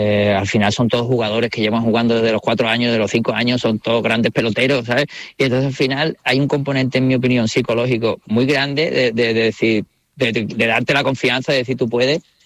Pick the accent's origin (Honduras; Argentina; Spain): Spain; Canary Islands; born there